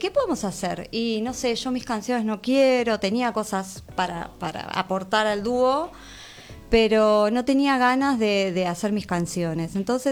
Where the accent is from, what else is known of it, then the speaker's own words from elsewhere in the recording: Bahía Blanca, Buenos Aires Province, Argentina; born there; Los dos somos de Bahía Blanca, bueno, nacidos ahí en el mismo lugar.